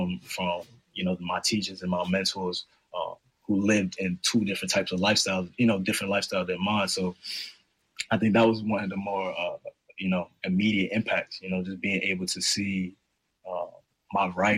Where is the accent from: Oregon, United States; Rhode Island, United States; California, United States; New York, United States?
New York, United States; growing up in Harlem and seeing, you know, a certain mold of people, a certain, you know, vernacular and all that stuff, and then switching over to going to boarding school, middle of nowhere in Massachusetts